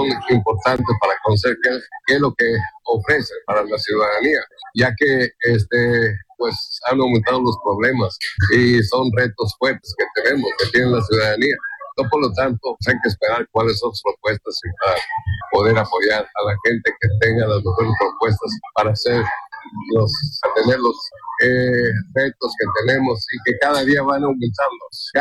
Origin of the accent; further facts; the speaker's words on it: Quintana Roo, Mexico; como todo mexicano, como todo quintanorrense